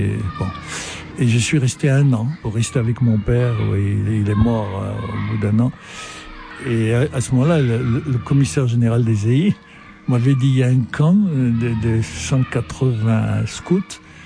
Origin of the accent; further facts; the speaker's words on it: Casablanca, Casablanca-Settat, Morocco; Je venais, bon, j'avais du Maroc, j'avais mon milieu au Maroc